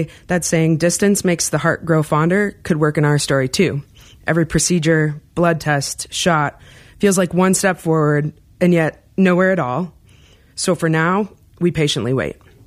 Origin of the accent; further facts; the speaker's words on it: Flint, Michigan, United States; moved away; I'm from Flint, Michigan.